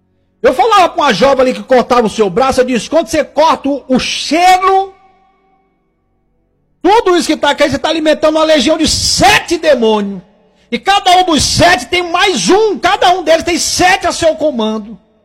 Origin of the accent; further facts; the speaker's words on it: Tocantins, Brazil; Lá na minha cidade, né, eu que sou lá do Tocantins, dizia assim, era o rezador benzedor.